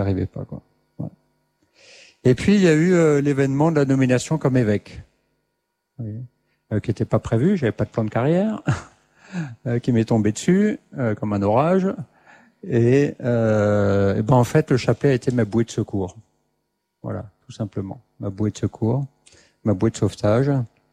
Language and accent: French; Grand Est, France; Voilà, j'étais scout dans ma jeunesse en Alsace.